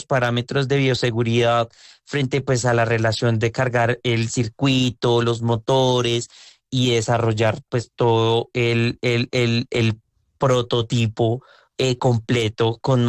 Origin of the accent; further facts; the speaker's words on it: Colombia; como buen colombiano, recursivos e ingeniosos, desarrollamos esa tecnología desde aquí, desde Colombia